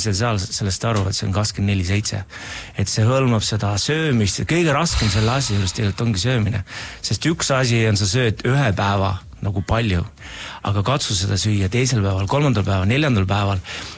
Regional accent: Kilingi-Nõmme, Pärnu County, Estonia; born there; sest et mina sündisin Kilingi-Nõmmes. Tihemetsa meil hästi lähedal

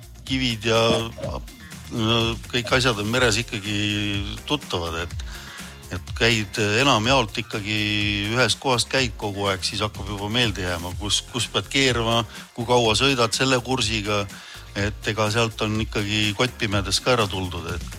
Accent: Hiiu County, Estonia; siin üles kasvanud, vanemad on hiidlased, no. Ise hiidlane.

